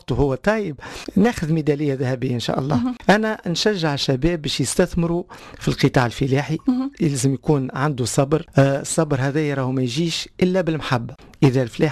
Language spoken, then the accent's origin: Arabic; El Hamma, Gabès Governorate, Tunisia; now in Testour, Tunisia; انا اصلي من الجنوب